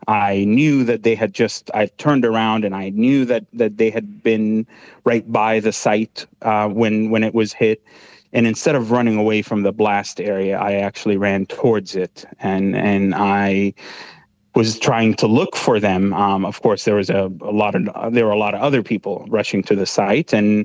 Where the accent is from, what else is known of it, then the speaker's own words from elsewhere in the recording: Gaza City, Gaza Strip, Palestine; One of the things that I like to always share about Gaza is that it's a very complicated, complex place with immense beauty and immense meaning for its people.